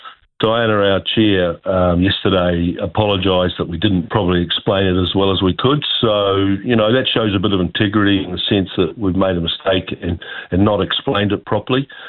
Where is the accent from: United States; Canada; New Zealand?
New Zealand; I'm a New Zealander. You know, I played for New Zealand